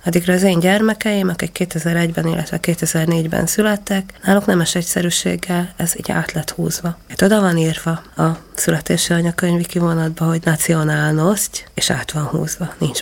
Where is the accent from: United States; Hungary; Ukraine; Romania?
Ukraine; Berehove, Zakarpattia Oblast; moved away as an adult; én kárpátaljai vagyok, és talán az ember 37 évig él valahol, nem leszek soha máshonnai, mindig beregszászi leszek.